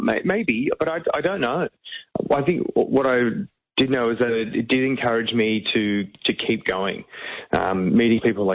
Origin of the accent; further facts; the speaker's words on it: Melbourne, Victoria, Australia; Like, well, my family, friends I grew up with are in Melbourne